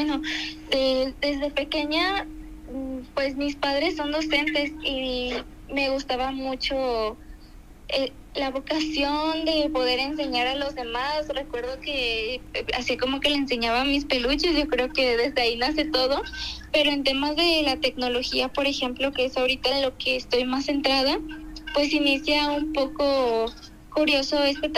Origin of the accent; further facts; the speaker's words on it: Papantla, Veracruz, Mexico; now in Xalapa, Mexico; Soy originaria de Papantla del Arte, Veracruz